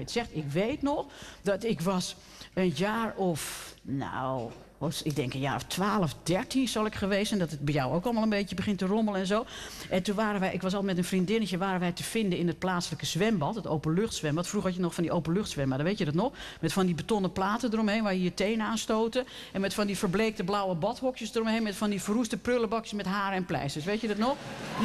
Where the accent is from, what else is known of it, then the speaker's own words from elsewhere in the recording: Haarlem, North Holland, Netherlands; Het was weliswaar de wilde jaren 60 dat ik ben geboren. Maar het was bij ons in Haarlem-Noord kennelijk nog niet helemaal doorgedrongen.